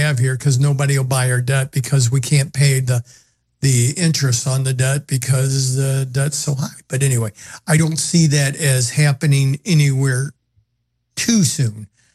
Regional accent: United States; maybe I'm a little biased because I'm an American

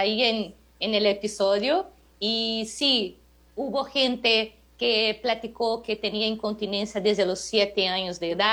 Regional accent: Brazil; Spanish is a second language; Así que para una brasileña amar la tortilla, eso es porque sí, ya soy

